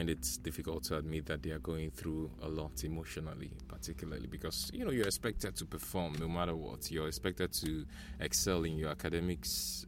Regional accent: Nigeria; As Nigerians, we go through a lot of difficulties and we survive them.

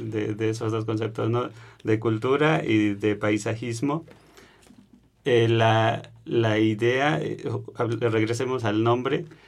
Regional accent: Chiapas, Mexico; now in central Mexico; yo soy de Chiapas, allá hay muchísimo más diversidad que acá en el centro del país

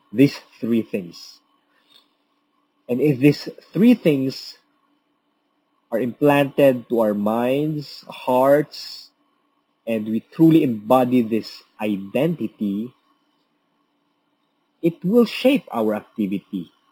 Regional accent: Philippines; born there; I was born here in the Philippines for a reason.

